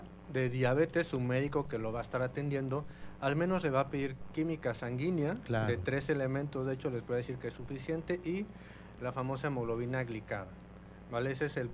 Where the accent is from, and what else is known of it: Mexico